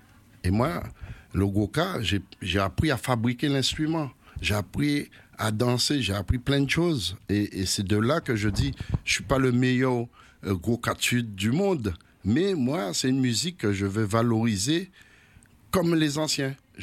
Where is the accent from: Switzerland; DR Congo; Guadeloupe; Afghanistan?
Guadeloupe; on est guadeloupéen, on n'est pas cubain.